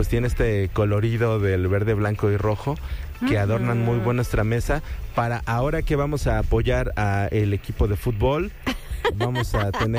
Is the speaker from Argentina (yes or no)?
no; Mexico; nos distingue como mexicanos